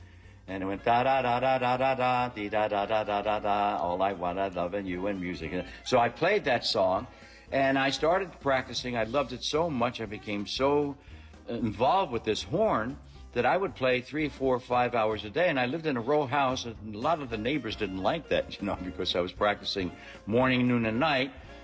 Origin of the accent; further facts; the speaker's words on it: Philadelphia, Pennsylvania, United States; As a young man, young boy, really, growing up in South Philadelphia